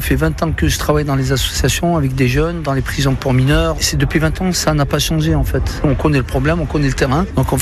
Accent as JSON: {"language": "French", "town": "Grenoble", "region": "Auvergne-Rhône-Alpes", "country": "France", "said": "Je suis grenoblois, j'aime Grenoble."}